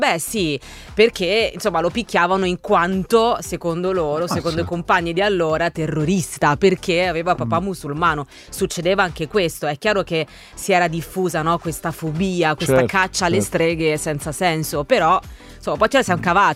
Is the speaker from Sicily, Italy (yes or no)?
no; Frosinone, Lazio, Italy; io sono nata e cresciuta a Frosinone, che devo dire, voglio dire, è sempre stata un piccolo capoluogo di provincia